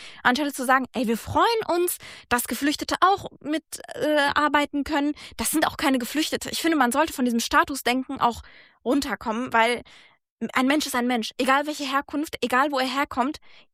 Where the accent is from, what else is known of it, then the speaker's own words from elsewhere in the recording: Germany; first language German and Afghan (Dari/Pashto); ich bin hier geboren, aufgewachsen. Deutschland ist Teil meiner Identität. Ich bin ja auch Deutsche, das sage ich immer.